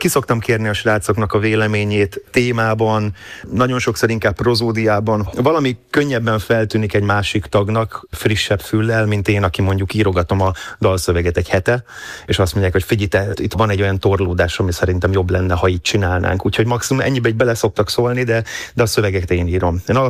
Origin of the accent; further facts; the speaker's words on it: Hungary; mivel én ugye magyarul írtam verseket